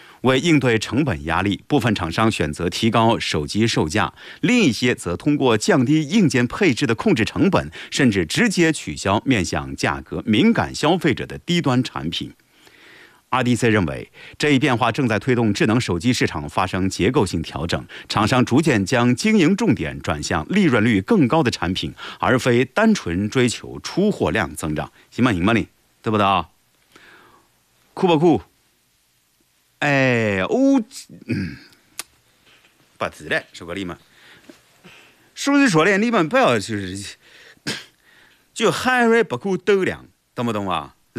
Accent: Guanyun, Jiangsu, China; accent: Lianyungang dialect; 我来自连云港，我是连云港广播电视台主持人。这个 I'm from 广永。Welcome to my hometown, Time 广永。我来自广永，欢迎到我的家乡广永住客。

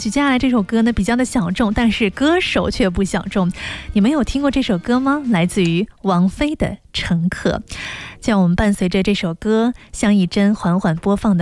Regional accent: Lianyungang, Jiangsu, China; 家门口咱们连云港咱们的家乡

